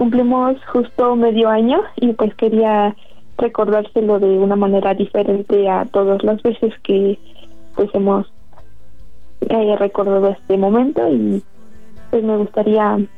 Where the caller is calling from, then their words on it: San Mateo Texcoyacas, Mexico; En San Mateo Texcoyacas.